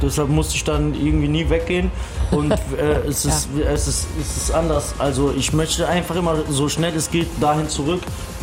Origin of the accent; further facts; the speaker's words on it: Mosbach, Baden-Württemberg, Germany; born or raised there